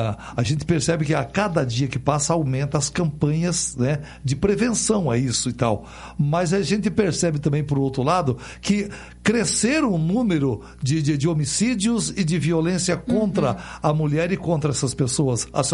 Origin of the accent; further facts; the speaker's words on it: Guaíra, Paraná, Brazil; Eu nasci em Cavalo Morto.